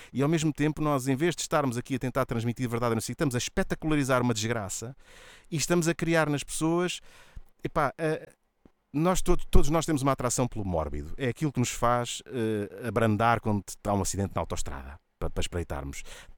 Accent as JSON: {"language": "Portuguese", "town": "Castelo Branco", "region": "Centro", "country": "Portugal", "said": "pessoal da minha zona, eu sou da Beira Baixa também, um é do Fundão, até de Penamacor, eu sou de Castelo Branco"}